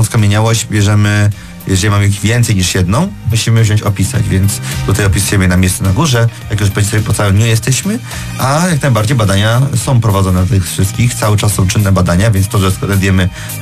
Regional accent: Łódź, Łódź Voivodeship, Poland; skąd jestem, czyli z Łodzi

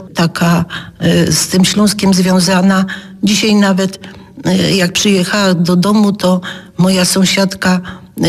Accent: Silesian Voivodeship, Poland; accent: Silesian; ze Śląskiem, z jego historią, z tym, z tą tożsamością, co mówię zawsze o tym, że ja jestem stąd.

